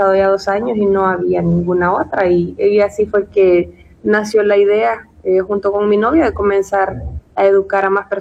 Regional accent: El Salvador; yo soy salvadoreña.

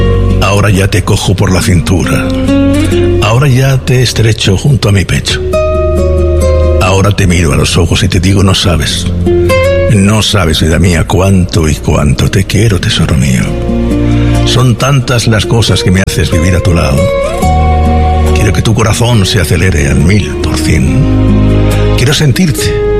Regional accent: Region of Murcia, Spain; eres de mi tierra

